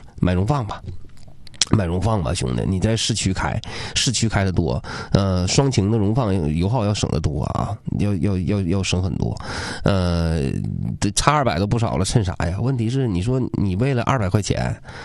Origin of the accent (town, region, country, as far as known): Northeast China, China